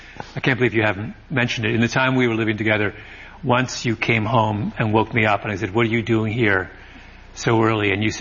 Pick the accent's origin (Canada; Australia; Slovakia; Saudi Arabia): Canada; I'm Canadian, as you know, and if you grow up in Canada observing the United States, and I was obsessed as a child with the United States